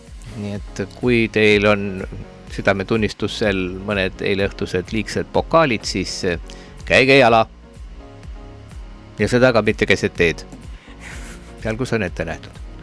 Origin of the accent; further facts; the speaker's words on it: Muhu, Saare County, Estonia; mina kui sünnipärane muhulane, mina tean, noh, muhulased on nagu väga edased, ega muhus sellist väga head randa ei ole, et seal minu kodukandis seal on kaks varianti, kas on väga kivine või on väga mudane.